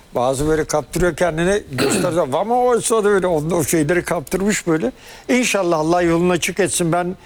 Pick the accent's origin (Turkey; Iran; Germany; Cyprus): Germany; Yani ben Almanya'da büyüdüm ben. Tabii. Almanya'da yetiştim yani.